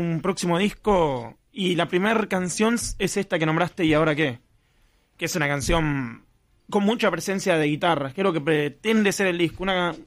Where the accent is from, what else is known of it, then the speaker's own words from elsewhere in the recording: Merlo, Buenos Aires Province, Argentina; De zona oeste, sí, de Merlo.